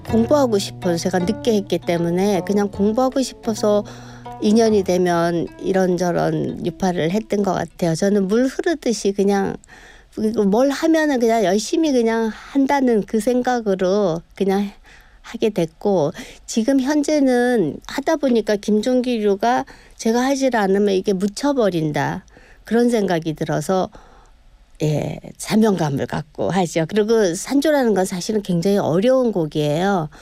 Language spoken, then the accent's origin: Korean; South Korea; 제가 한국에서 왔다, 사우스 오브 코리아다